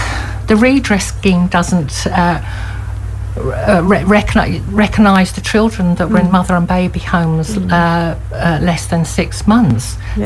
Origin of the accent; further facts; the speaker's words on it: Ireland; as court people, as Irish people